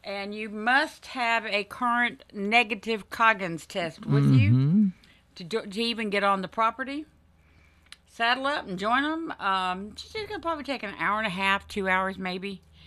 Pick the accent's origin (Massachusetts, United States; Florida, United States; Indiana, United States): Florida, United States; Orange Park; born there; moved away; That's what was in Orange Park when I was in Orange Park.